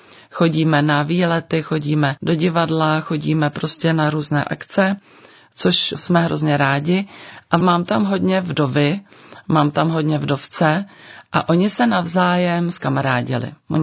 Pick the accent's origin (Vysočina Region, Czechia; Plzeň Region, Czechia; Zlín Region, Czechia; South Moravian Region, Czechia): Plzeň Region, Czechia; Plzeň; já pocházím z Plzně